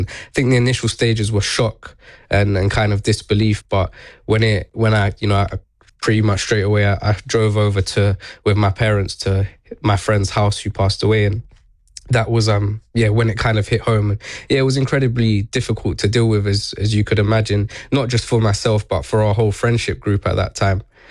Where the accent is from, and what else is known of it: London, United Kingdom; born there